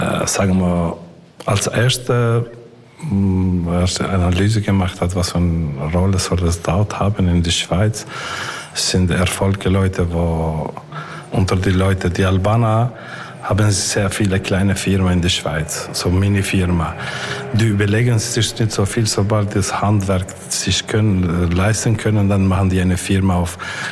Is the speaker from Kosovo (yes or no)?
yes; Pristina, Kosovo; German is a second language; moved away as an adult; now in Basel, Switzerland; ich komme aus Pristina